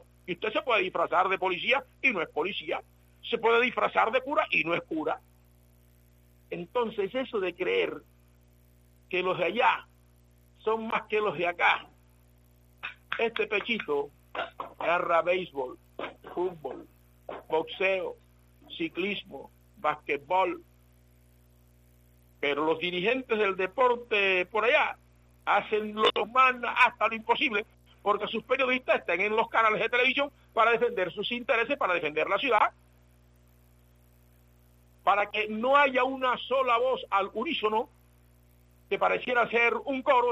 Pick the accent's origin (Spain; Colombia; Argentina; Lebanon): Colombia; San Basilio de Palenque, Bolívar; born there; Yo nací en Palenque